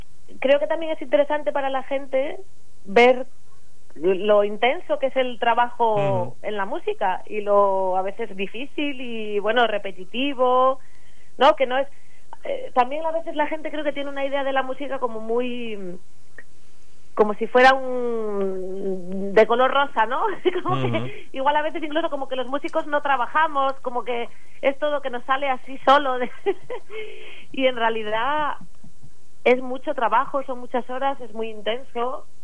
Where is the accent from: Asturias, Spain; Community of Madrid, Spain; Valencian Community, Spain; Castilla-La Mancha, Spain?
Asturias, Spain; porque yo, como soy de Asturias, uh-huh, tampoco podía.